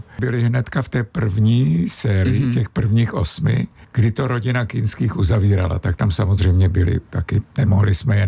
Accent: East Bohemia, Czechia; jsem hrdý Východočech.

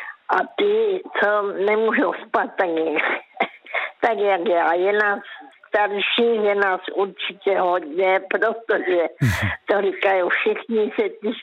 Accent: Karolinka, Zlín Region, Czechia; já pocházím z Karolinky

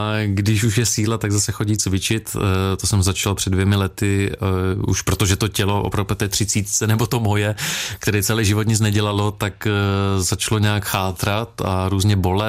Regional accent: Litomyšl, Pardubice Region, Czechia; also born or lived in Frýdek-Místek / Kroměříž / Brno; now in Ostrava, Czech Republic; Já jsem se narodil ve Frýdkově Místku, takže tam jsem žil, teď žiju v Ostravě, zároveň jsem ale celé dětství vyrůstal v Litomyšli

